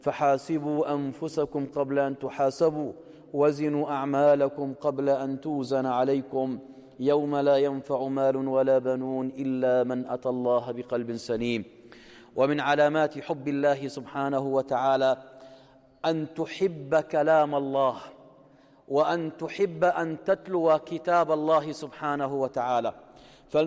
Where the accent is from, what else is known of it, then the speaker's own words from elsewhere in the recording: Jordan; بلدنا الأردن